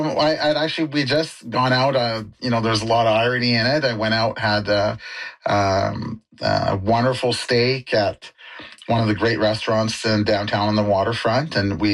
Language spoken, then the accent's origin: English; Maple Ridge, British Columbia, Canada